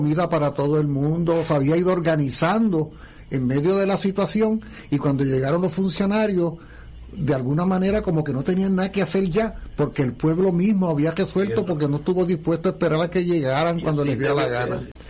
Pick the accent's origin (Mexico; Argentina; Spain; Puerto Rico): Puerto Rico; Arecibo; Todavía yo de niño recuerdo en Arecibo.